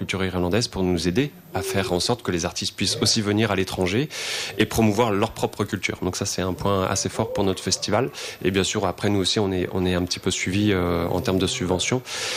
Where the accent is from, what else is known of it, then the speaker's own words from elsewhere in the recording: Brittany, France; moi, je suis originaire de Bretagne.